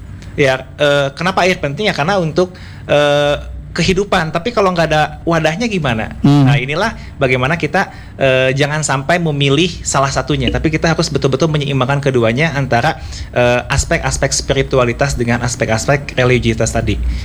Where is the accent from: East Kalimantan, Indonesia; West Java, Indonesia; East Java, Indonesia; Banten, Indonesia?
West Java, Indonesia; Kita lahir sebagai orang Sunda, maka kita wajib untuk mengenal budaya Sunda tadi